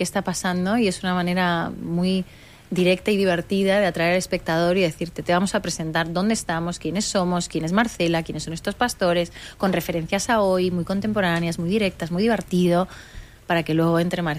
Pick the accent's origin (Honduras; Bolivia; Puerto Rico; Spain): Spain; el privilegio que tenemos siendo mujeres españolas